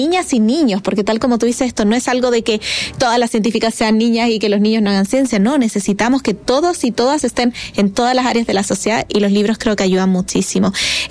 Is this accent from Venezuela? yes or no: no; Scotland, United Kingdom; Yo crecí mucho tiempo en Escocia, en el Reino Unido, entonces bastantes libros como de autores locales